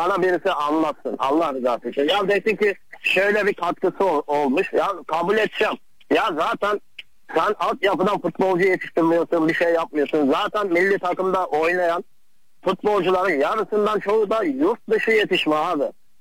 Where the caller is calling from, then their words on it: Istanbul, Turkey; İstanbul'dan